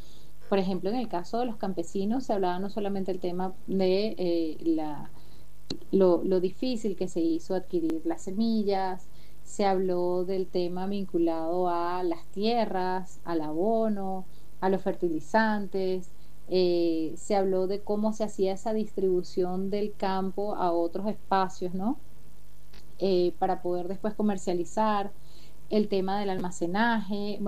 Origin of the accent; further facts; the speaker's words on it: Venezuela; mi país, en la República Bolivariana de Venezuela